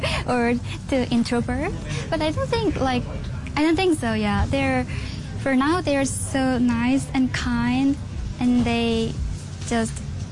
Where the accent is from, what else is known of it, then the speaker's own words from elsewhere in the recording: South Korea; German is a second language; moved away as an adult; now in Germany; ich komme aus Südkorea.